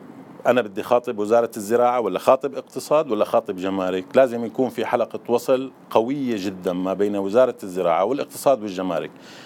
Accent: Syria; خصوصا بالتنوع المناخي اللي عندنا بسوريا من شرق لشمال سوريا للجنوب.

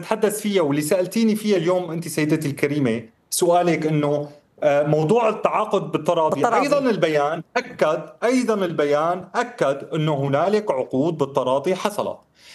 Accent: Syria; أنا كمواطن سوري عندي ثقة بالقضاء بسوريا

